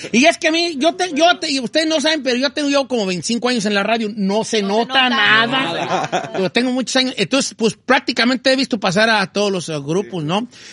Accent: Guanajuato, Mexico; Dile que, pero tú no sabes conquistar, yo también soy de Guanajuato.

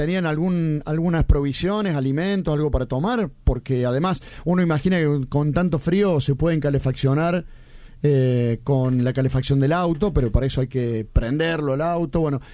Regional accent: Argentina

